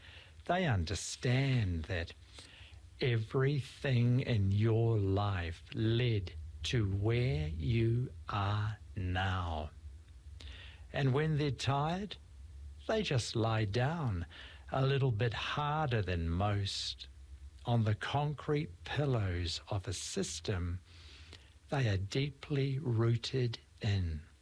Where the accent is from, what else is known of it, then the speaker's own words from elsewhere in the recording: New Zealand; I'm a Kiwi, all the way from Texas.